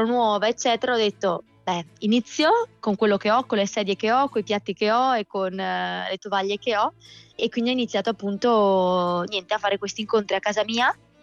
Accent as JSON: {"language": "Italian", "town": "Trento", "region": "Trentino-Alto Adige", "country": "Italy", "also_born_or_lived": "Amsterdam", "accent": "Trentino", "moved": "as an adult", "lives_now": "Majorca, Spain", "said": "ho 28 anni, e sono di Trento, ma sono qua a Maiorca da direi 5 anni, non dico direi perché sono venuta qua 5 anni fa per un anno, poi sono andata a Amsterdam per 2 anni, ma facevo un po' avanti e indietro, invece 3 anni fa mi sono ritrasferita ufficialmente."}